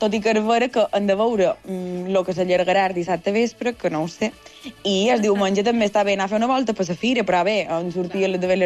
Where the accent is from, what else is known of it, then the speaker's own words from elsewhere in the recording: Sencelles, Balearic Islands, Spain; aquest cap de setmana és la fira del meu poble, de Sencelles.